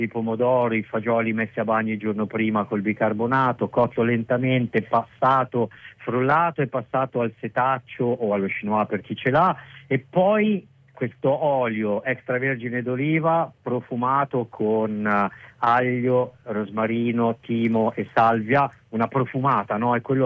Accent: Milan, Lombardy, Italy; born there; Io sono nato a Milano

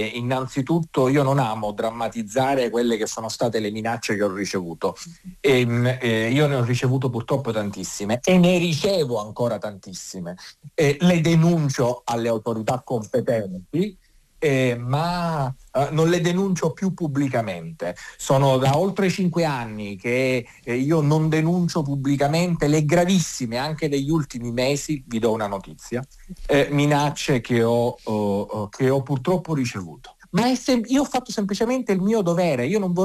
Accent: Sicily, Italy; in una terra martoriata, la Sicilia, che ha vissuto e visto con i propri occhi quei morti ammazzati nelle strade della mia terra

